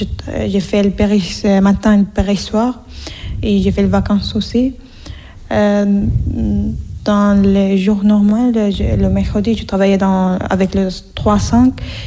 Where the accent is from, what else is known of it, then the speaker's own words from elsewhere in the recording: Venezuela; French is a second language; now in France; j'ai 22 ans, je suis syrienne et je viens de Venezuela.